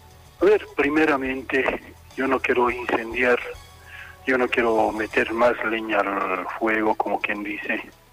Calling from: Bolivia; Porque un extranjero no conoce pues la realidad de nuestro país. No conoce cómo es el altiplano

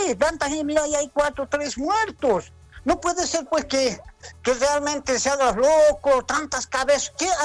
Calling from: Tarija, Bolivia; Yo estoy en mi casa, vivo acá en Tarija, en San Andrés

